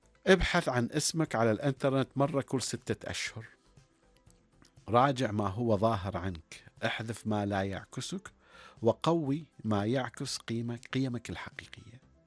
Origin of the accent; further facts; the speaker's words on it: Oman; أنا شخص عماني